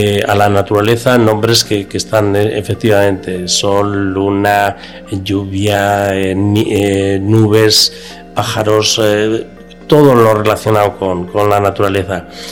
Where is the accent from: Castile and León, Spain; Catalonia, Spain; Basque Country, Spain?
Basque Country, Spain; moved away; vengo de Europa, pero siempre digo que soy vasco.